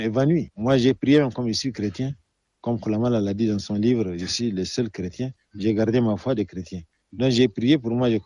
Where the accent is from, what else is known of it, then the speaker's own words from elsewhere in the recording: Chad; Je leur ai dit que moi, je suis un sudiste du Tchad, je suis le seul ici.